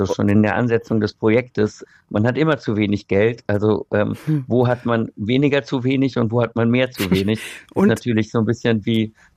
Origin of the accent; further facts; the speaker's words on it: Cologne, North Rhine-Westphalia, Germany; Also, ich bin gebürtiger Kölner